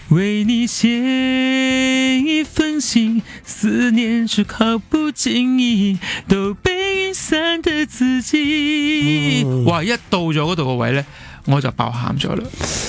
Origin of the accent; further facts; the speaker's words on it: Malaysia; Hello， 大家好，